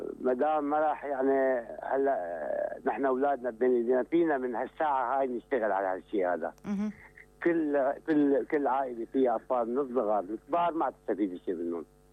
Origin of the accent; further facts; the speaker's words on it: Syria; بين بعضنا نحن كسوريين بجميع محافظاتنا.